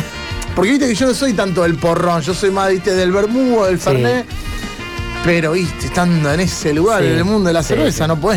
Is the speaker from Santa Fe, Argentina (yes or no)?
yes; Rosario, Santa Fe, Argentina; viste cómo somos los rosarinos, copamos en todos lados.